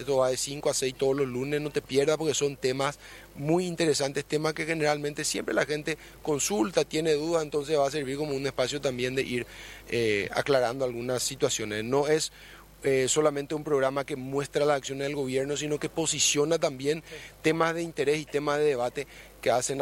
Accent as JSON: {"language": "Spanish", "town": "Encarnación", "region": "Itapúa", "country": "Paraguay", "said": "contento como paraguayo, en mi caso contento como encarnaceno"}